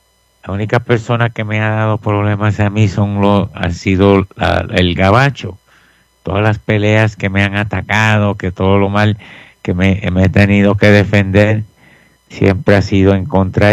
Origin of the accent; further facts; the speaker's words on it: Puerto Rico; Yo estoy acostumbrado a ser el único boricua en el salón.